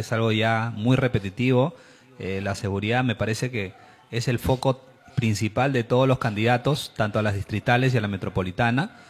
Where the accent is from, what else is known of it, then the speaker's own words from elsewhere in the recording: Lima, Peru; nosotros, como peruanos y limeños que vivimos en un país subdesarrollado